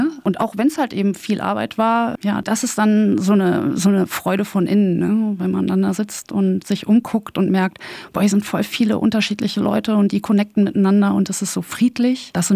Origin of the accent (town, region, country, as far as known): North Rhine-Westphalia, Germany; born or raised there